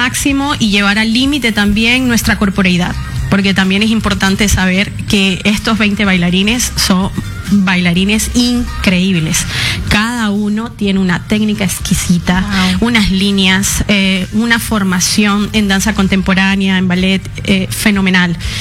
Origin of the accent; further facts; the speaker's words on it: Venezuela; now in Peru; soy venezolana.